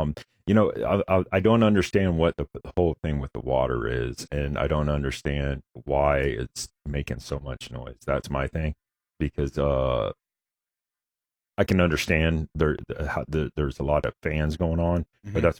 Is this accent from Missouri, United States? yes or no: no; Florida, United States; we're from Florida